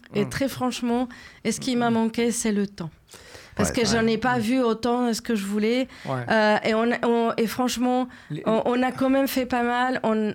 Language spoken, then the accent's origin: French; Mexico; moved away; Non, parce que je viens du Mexique.